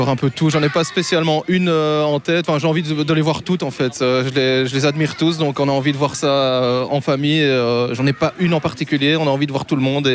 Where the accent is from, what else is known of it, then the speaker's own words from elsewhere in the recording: Braine-l'Alleud, Wallonia, Belgium; Alors on vient de Braine-l'Alleud, on a pris le train vers midi et demi